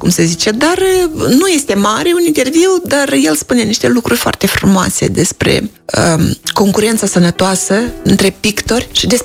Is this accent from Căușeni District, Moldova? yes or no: no; Orhei, Orhei District, Moldova; știți că și eu sunt din Orhei, el este din raionul Orhei